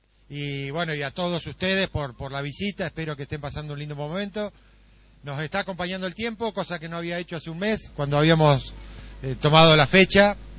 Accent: Río Negro, Argentina; somos rionegrinos, argentinos

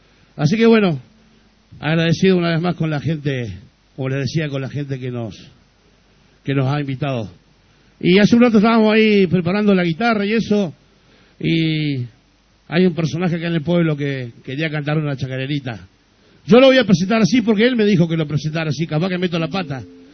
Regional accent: General Roca, Río Negro, Argentina; nosotros somos … venimos de la ciudad de General Roca.

